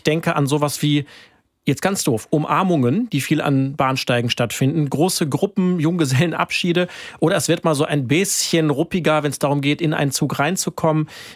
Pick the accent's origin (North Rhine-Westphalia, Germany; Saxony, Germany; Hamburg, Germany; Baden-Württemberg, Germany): North Rhine-Westphalia, Germany; Cologne; Ich habe schon aufgegeben als Kölner.